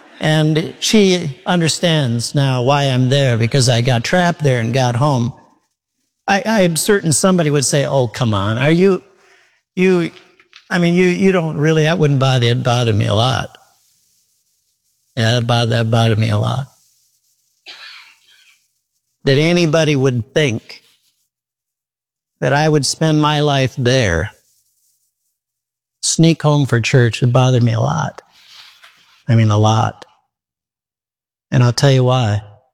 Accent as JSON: {"language": "English", "region": "Midwest", "country": "United States", "said": "And I'm from the Midwest."}